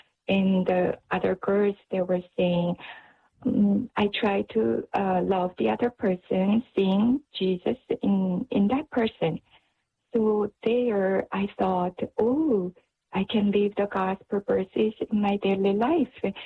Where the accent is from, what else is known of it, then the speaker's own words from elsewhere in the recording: Daegu, South Korea; the children's gathering in the Focolare movement that was happening in my hometown, Daegu.